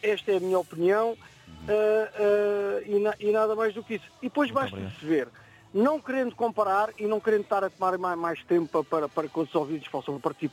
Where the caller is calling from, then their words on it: Portugal; Portugal é Portugal e eu sou português, e assim é de morrer, que eu tenho 58 anos de idade